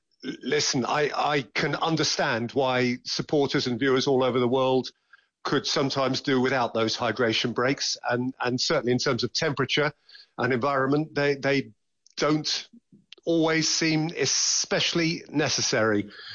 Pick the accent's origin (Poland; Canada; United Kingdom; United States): United Kingdom; England; as an English man